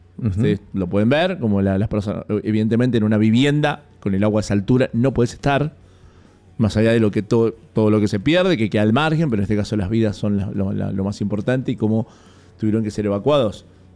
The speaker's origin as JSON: {"language": "Spanish", "region": "Mendoza", "country": "Argentina", "said": "como argentinos, como mendocinos"}